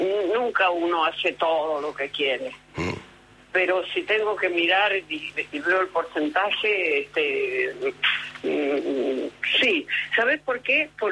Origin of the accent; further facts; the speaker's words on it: Buenos Aires, Argentina; also born or lived in Mar del Plata; No, muy temprano, me fui muy temprano, así que soy porteña, digamos.